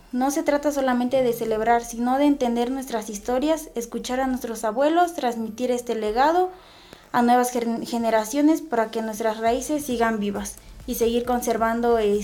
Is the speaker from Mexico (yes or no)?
yes; Tenampulco, Puebla, Mexico; Vengo desde la comunidad de Tenampulco.